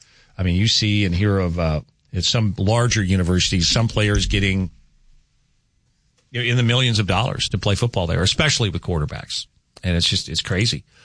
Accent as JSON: {"language": "English", "town": "Crookston", "region": "Minnesota", "country": "United States", "tie": "born or raised there", "said": "Growing up in Crookston, we used to go to the candy store called Widman's, and we used to get old-fashioned Cokes with chocolate syrup."}